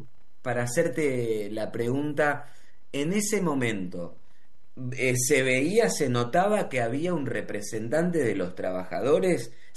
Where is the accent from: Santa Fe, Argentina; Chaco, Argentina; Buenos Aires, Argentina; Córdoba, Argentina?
Buenos Aires, Argentina; nosotros decimos re complejo acá en la Ciudad de Buenos Aires